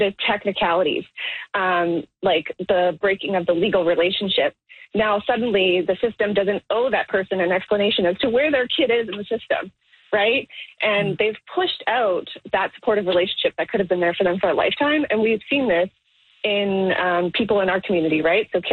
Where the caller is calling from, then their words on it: Toronto, Ontario, Canada; I'm calling in from Toronto on behalf of Never Too Late, which is an organization I work at.